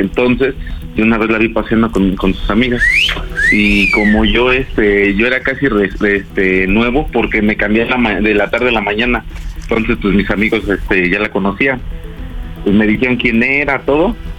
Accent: Mexico City, Mexico; Tengo 24 años y soy aquí de la Ciudad de México.

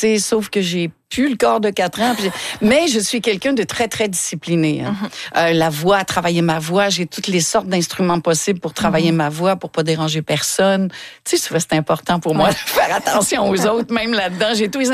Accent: Longueuil, Quebec, Canada; 2 octobre à Longueuil, chez moi à Longueuil.

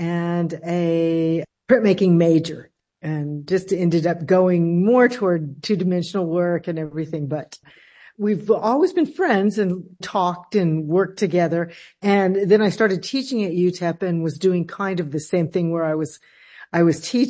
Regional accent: El Paso, Texas, United States; I'm from El Paso original

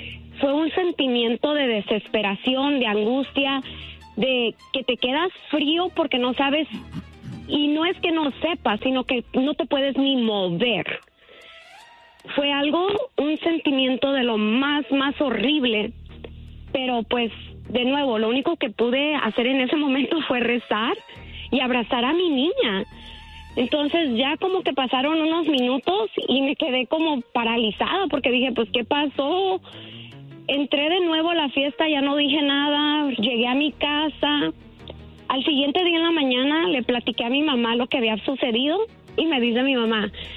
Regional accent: Mexico; moved away; yo soy de México

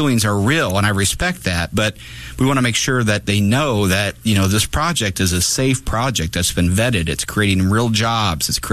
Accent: Divernon, Illinois, United States; I grew up in Divernon.

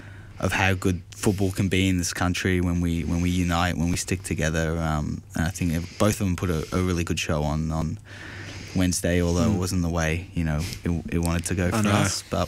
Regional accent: South Africa; also born or lived in Vienna, Austria; I'm South African. No, I was actually born in Vienna. Most people don't know. But mum and dad English, so yeah, and now I'm an adopted Macedonian, I think.

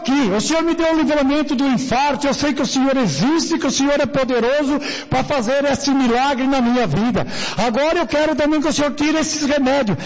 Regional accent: Jundiaí, São Paulo, Brazil; Eu sou lá da cidade de Jundiaí.

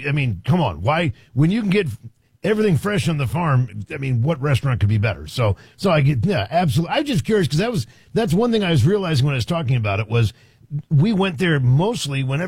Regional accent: East Coast, United States; because growing up on the East Coast, what Bob's Big Boy, they had lunch and dinner, the burgers.

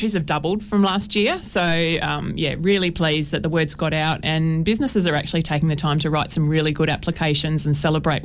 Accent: Tasmania, Australia; moved away; I'm actually from Tassie

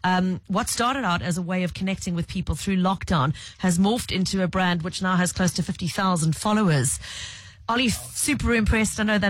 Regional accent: Durban, KwaZulu-Natal, South Africa; I'm from Durban.

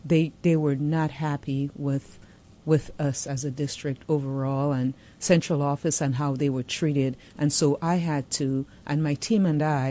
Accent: U.S. Virgin Islands; And I'm from St. Croix.

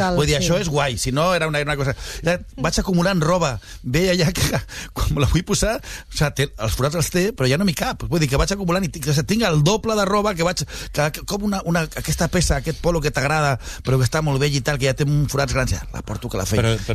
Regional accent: Calafell, Catalonia, Spain; He de dir una cosa, perquè jo soc mig de Calafell, i tinc una casa a Calafell

